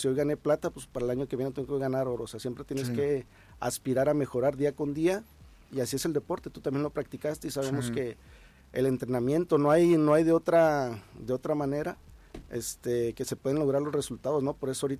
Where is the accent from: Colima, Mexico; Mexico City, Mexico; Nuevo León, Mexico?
Colima, Mexico; Yo así lo hacía en mi niñez, yo vivía en el Diezmo